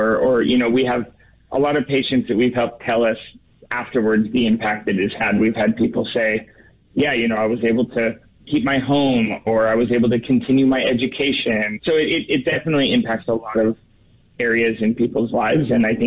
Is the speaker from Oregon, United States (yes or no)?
yes; Portland, Oregon, United States; So I grew up in Portland, Oregon. I started this organization after watching my own family go through a medical emergency